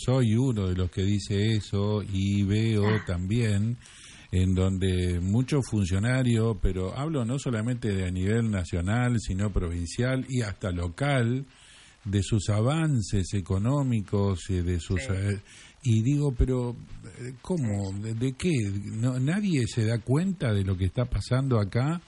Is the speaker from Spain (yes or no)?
no; Argentina